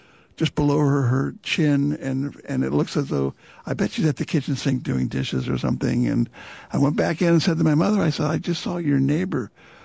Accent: the Midwest, Illinois, United States; moved away; I was born in the Midwest. I was born west of Chicago. My hometown was a sundown town.

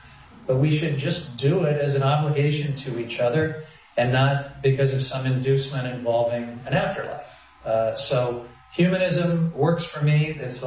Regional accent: Independence, Missouri, United States; moved away as an adult; I was born in Independence, Missouri

